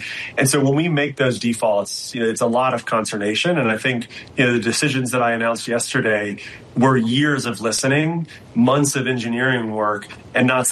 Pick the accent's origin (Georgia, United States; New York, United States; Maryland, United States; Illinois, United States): Georgia, United States; Atlanta; my hometown here in Atlanta